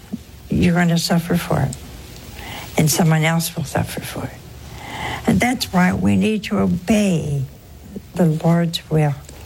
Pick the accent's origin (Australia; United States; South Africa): United States; Crestline, Ohio; born or raised there; moved away